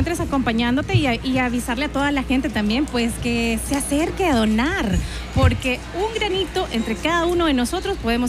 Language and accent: Spanish; El Salvador; nosotros como salvadoreños nos olvidamos